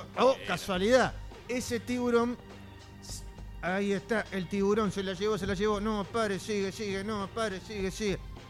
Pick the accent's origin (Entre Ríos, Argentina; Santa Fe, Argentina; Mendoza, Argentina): Santa Fe, Argentina; Santa Fe de la Veracruz, mi país.